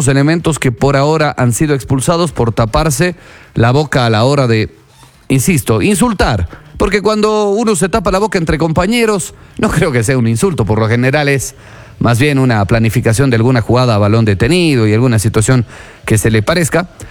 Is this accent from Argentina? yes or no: no; Ecuador